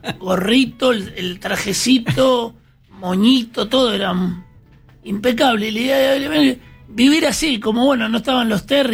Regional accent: Florida, Buenos Aires Province, Argentina; yo te dije, soy de Florida, Vicente López.

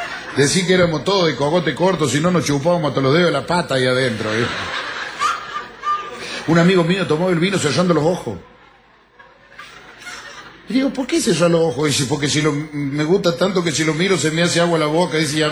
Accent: Cruz del Eje, Córdoba, Argentina; que soy de la República Argentina, de Córdoba exactamente, de la ciudad de Cruz del Eje.

